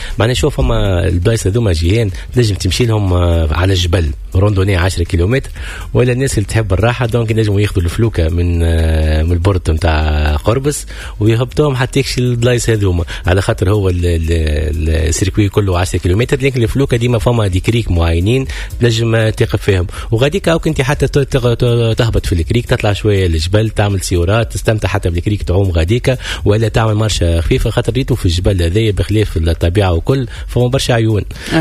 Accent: Tunisia

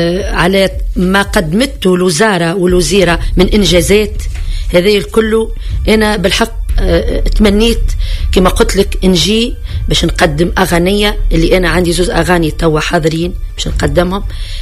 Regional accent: Tunisia; أنا فنانة تونسية

